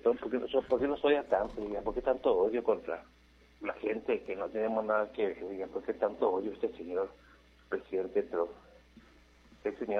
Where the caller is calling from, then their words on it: Chihuahua, Mexico; ya estoy aquí en mi país?